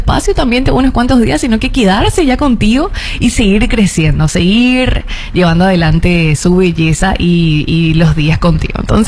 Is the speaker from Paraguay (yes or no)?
yes; Paraguay; el calor que ya conocemos como paraguayos